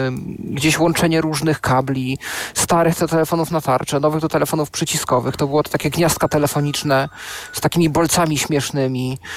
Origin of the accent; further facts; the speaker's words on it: Knurów, Silesian Voivodeship, Poland; moved away; Ja pochodzę z Knurowa, województwo śląskie.